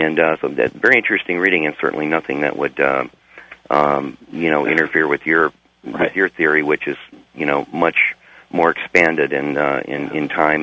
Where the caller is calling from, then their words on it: Nashville, Tennessee, United States; in Nashville.